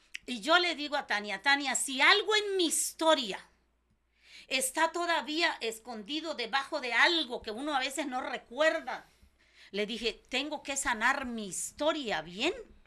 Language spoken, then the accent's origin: Spanish; Mexico; estoy triste por algo que pasó en mi país, le dije. En México, hijo.